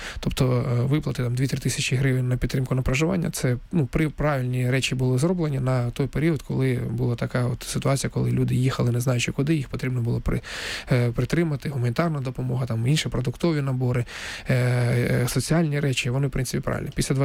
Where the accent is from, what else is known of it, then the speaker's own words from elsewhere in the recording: Donetsk, Donetsk Oblast, Ukraine; moved away as an adult; я сам з Донецька